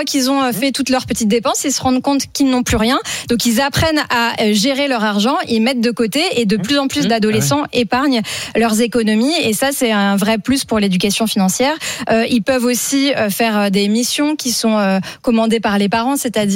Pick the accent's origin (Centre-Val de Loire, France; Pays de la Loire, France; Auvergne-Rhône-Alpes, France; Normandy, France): Normandy, France